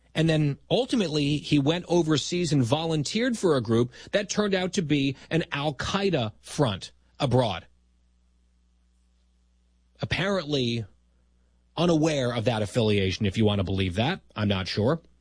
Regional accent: New Jersey, United States; in the state of New Jersey, my home state

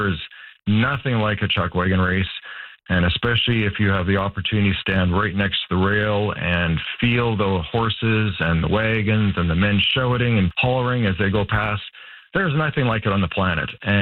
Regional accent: Calgary, Alberta, Canada; I grew up in Calgary

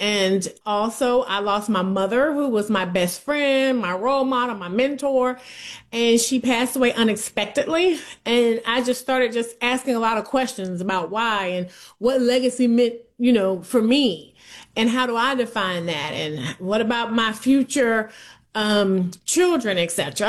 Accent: Atlanta, Georgia, United States; also born or lived in New York; I grew up in Atlanta, Georgia, in a family where my father was the minister, so I was in church a lot. And then after graduating from college, I moved to New York

